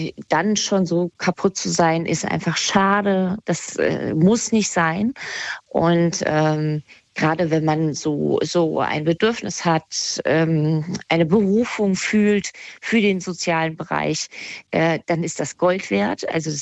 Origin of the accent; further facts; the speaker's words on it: Kassel, Hesse, Germany